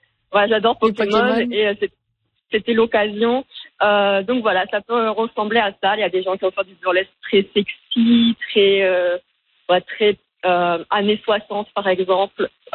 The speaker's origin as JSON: {"language": "French", "country": "France", "moved": "yes", "lives_now": "Canada", "said": "comme je suis française, installée au Canada, je voulais que mon personnage représente un peu cette identité française-là"}